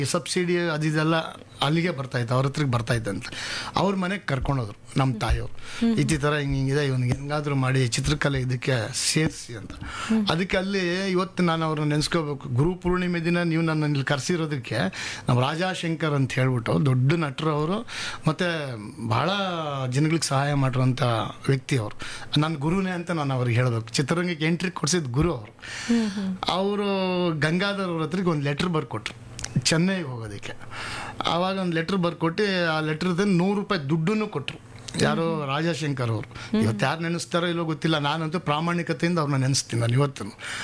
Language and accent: Kannada; Bengaluru, Karnataka, India; ಇದೇ ಬೆಂಗಳೂರು.